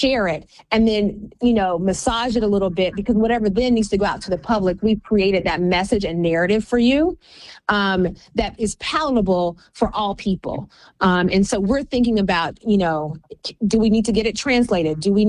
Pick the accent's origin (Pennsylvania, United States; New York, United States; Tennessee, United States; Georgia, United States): Georgia, United States; Athens; I grew up in the Black Baptist Church, you know, in my hometown of Athens, Georgia.